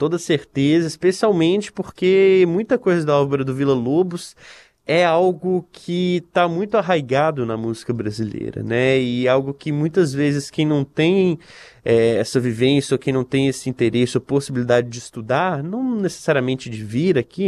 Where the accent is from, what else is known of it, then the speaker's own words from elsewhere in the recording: Brazil; now in United States; eu sou brasileiro.